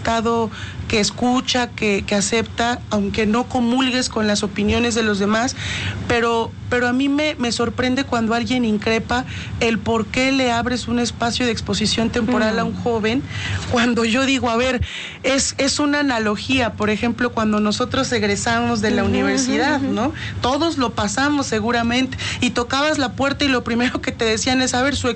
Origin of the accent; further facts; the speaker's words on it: Mexico; nos caracteriza como mexicanos